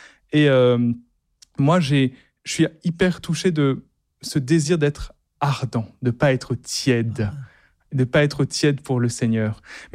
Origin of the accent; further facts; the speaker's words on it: Réunion, France; Ça me touche particulièrement parce que moi, je suis réunionnais et Saint François Xavier, c'est le saint patron du diocèse